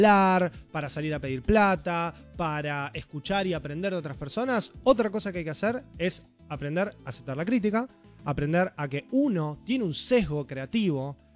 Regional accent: Argentina; ¿de dónde son ustedes? De Argentina.

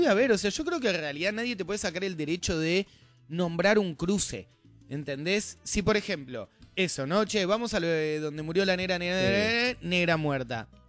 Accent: Buenos Aires, Argentina; No lo digo como porteño guampa seca

